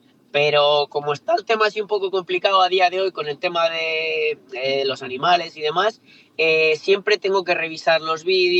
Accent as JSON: {"language": "Spanish", "region": "Castile and León", "country": "Spain", "moved": "yes", "lives_now": "Valladolid, Spain", "said": "yo soy de pueblo, vivo en Valladolid por trabajo"}